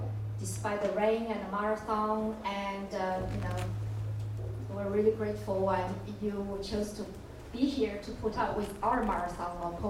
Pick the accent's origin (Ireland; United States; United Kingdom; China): China; for somebody like me and Chinilek, we grew up in China, listening to propaganda songs, but inspired by rock and roll, jazz and blues from the West.